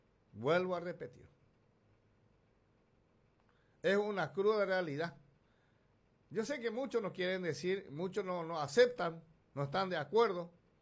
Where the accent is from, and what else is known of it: Paraguay